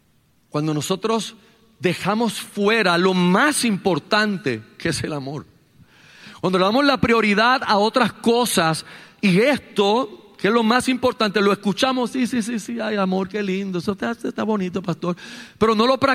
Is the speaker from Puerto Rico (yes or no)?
yes; Carolina, Puerto Rico; cuando yo me crié en Carolina, pues yo no sé, los perros eran como parte de todo el panorama